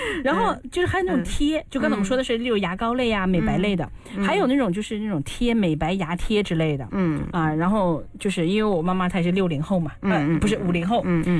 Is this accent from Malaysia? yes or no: no; northern China, China; 我是北方人